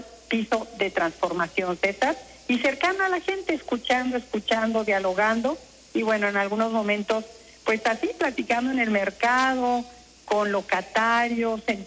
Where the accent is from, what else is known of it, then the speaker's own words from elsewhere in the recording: Uruapan, Michoacán, Mexico; un desayuno con mujeres en Uruapan, que me invitan muchas amigas que tengo en mi ciudad natal.